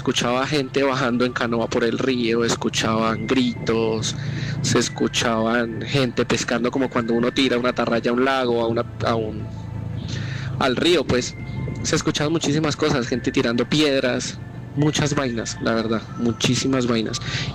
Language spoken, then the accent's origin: Spanish; Garzón, Huila, Colombia; Yo soy de Garzón Huila, del Huila. Soy de Garzón Huila y pues allá es un pueblito.